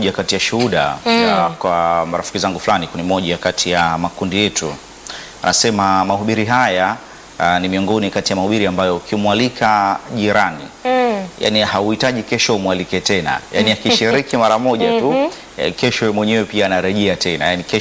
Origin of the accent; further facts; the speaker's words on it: Songea, Ruvuma, Tanzania; moved away; kule nyumbani kwetu Songea, kule Mbali Mbinga